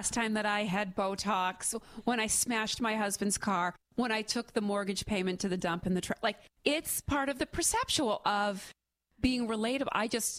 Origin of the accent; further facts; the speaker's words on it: Stoneham, Massachusetts, United States; I grew up in Stoneham.